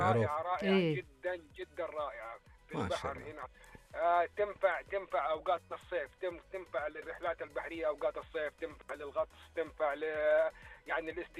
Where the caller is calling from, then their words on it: Yanbu, Medina Province, Saudi Arabia; أنا من ينبع الصناعية